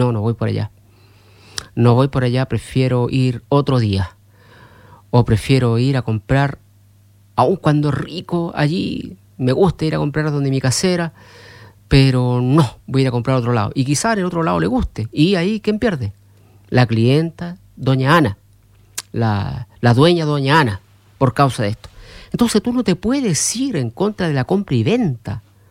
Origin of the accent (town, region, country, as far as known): Chile